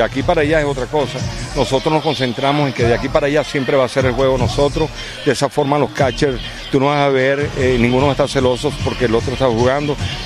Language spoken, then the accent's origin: Spanish; Ciudad Bolívar, Bolívar, Venezuela; El pescado típico de mi pueblo, Ciudad Bolívar.